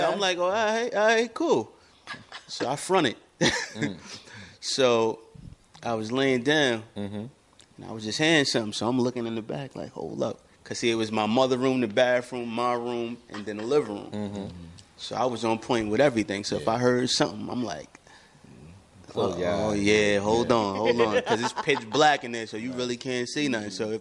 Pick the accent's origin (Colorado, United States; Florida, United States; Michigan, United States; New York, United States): New York, United States; New York City; I was born in Brooklyn Hospital in Fort Greene, downtown Brooklyn, beginning of Brooklyn. Pretty much my whole family was in Fort Greene and everything. My mother's side and my father's side.